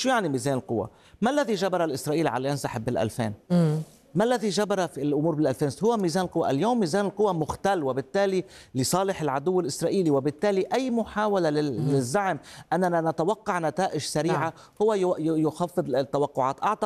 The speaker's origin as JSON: {"language": "Arabic", "country": "Lebanon", "said": "السؤال ماذا نفعل نحن كلبنانيين في ظل"}